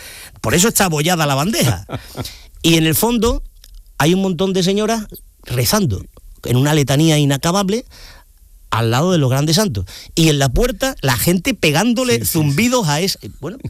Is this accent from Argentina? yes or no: no; Ubrique, Andalusia, Spain; me he emocionado por partes con todo lo que ha ocurrido en mi pueblo, en Ubrique y en Grazalema